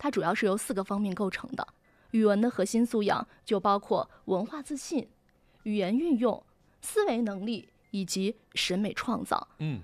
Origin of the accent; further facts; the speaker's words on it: China; 我们是中国人，我们要认同自己的民族身份，这是刻在我们血脉之中的。